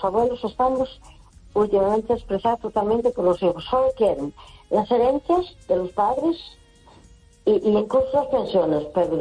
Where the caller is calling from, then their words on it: A Coruña, Galicia, Spain; de Coruña.